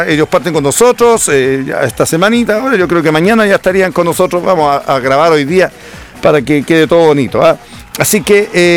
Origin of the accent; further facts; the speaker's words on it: Chile; somos chilenos y además estamos en el mes de la patria